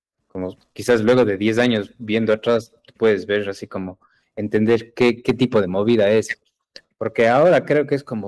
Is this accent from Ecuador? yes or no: yes; Ecuador; uno como ecuatoriano haga música distinta que alguien en Europa